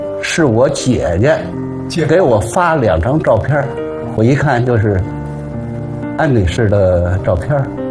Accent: Beijing, China; 必须是北京市户口，我是土生土长的。

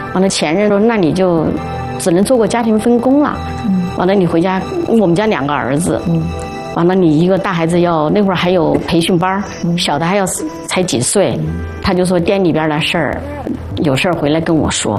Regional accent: Sichuan, China

